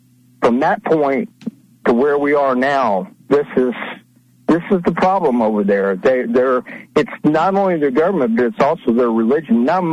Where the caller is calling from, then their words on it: Tennessee, United States; I walked up to a guy here in Tennessee, in the town where I live